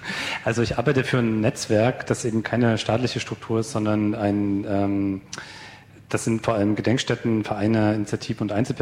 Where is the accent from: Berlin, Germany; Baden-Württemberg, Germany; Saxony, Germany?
Saxony, Germany; Also ich bin ja aus Sachsen